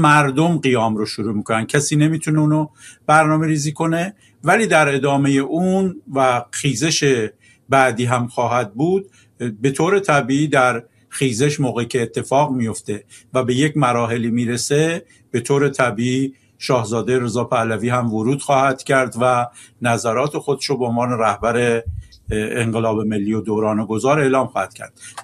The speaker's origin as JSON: {"language": "Persian", "country": "Iran", "said": "وظیفه‌مو به عنوان یه ایرانی انجام دادم برای کشورم"}